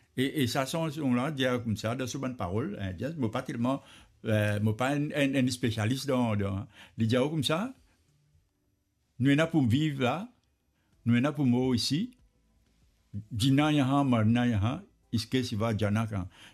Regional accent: Mauritius; Nous sommes de la Terre Maurice, et la Terre Maurice, c'est un pays.

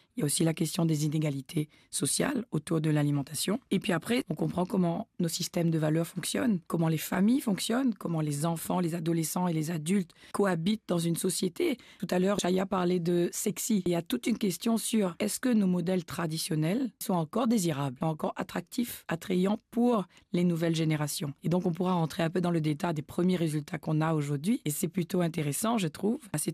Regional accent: Réunion; moved away; also born or lived in Malaysia; j'étais partie de la Réunion, puisque je suis réunionnaise, et j'ai travaillé ailleurs.

